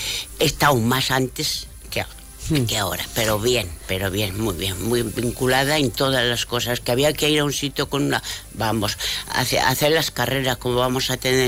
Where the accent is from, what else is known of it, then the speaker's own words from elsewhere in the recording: Madrid, Community of Madrid, Spain; moved away as an adult; also born or lived in Málaga / Zaragoza; now in La Rioja, Spain; No, riojana no, soy madrileña.